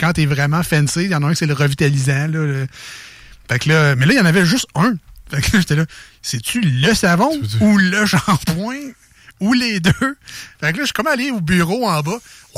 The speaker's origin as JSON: {"language": "French", "town": "Quebec City", "region": "Quebec", "country": "Canada", "said": "je viens pas de Drummondville, je viens pas de Victo, je suis Québec."}